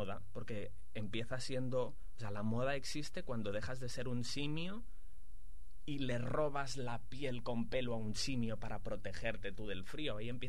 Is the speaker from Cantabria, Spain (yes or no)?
no; El Prat de Llobregat, Catalonia, Spain; also born or lived in London; volver al Prat o volver a Barcelona tiene mucho que ver con volver a estar con la familia